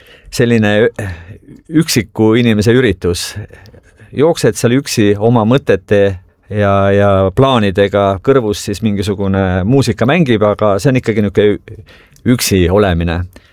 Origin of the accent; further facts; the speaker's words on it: Harku, Harju County, Estonia; Ja ma just avastasin, et minu kodukandis siis Harku alevikus on ka oma sörgi seltskond tekkinud ja käivadki koos.